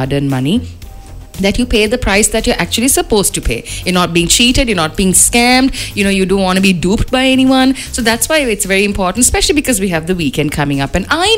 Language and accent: English; India; I'm Indian.